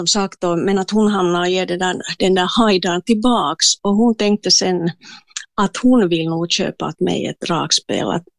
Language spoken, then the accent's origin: Swedish; Espoo, Uusimaa, Finland; jag är ju hemma från Esbo Kilo